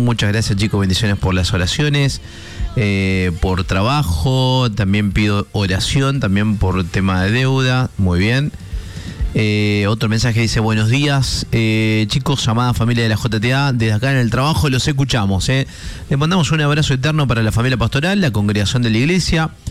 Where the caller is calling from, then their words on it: Santa María, Catamarca, Argentina; de Santa María de Catamarca.